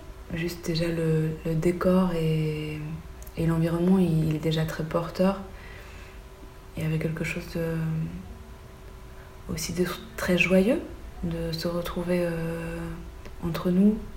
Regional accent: Belgium; comme je suis belge au thaï, pour des personnes blanches ou en Belgique

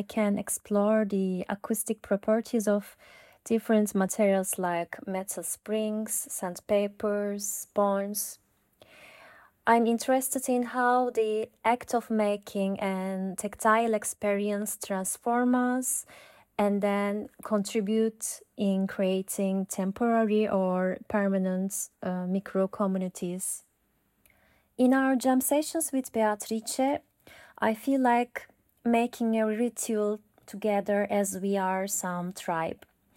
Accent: Turkey; now in Milan, Italy; I'm from Turkey and I live in Milan.

